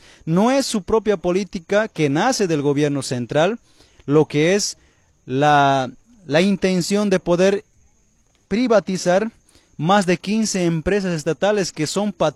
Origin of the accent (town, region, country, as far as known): Bolivia